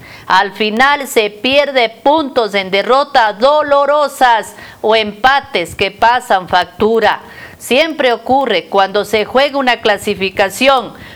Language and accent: Spanish; Ecuador; Por lo que somos ecuatorianos, nos toca, amigos oyentes, poner pues un marcador